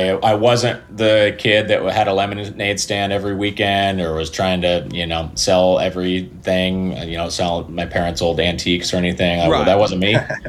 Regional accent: Portland, Oregon, United States; moved away as an adult; now in Southern California, United States; No, I'm from Portland, Oregon originally.

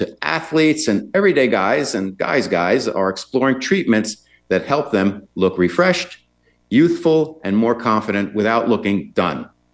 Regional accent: New York City, New York, United States; coming to us from New York City, my hometown.

